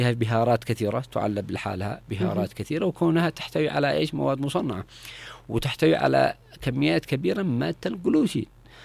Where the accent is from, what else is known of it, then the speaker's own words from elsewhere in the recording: Yemen; النمط الحياتي عندنا في اليمن